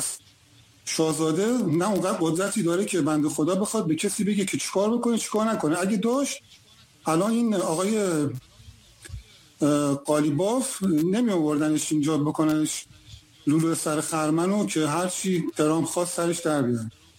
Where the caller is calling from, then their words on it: Abadan, Khuzestan, Iran; سلام، من از آبادانم خدمت شما … من اولین بار تماس میگیرم با برنامه شما.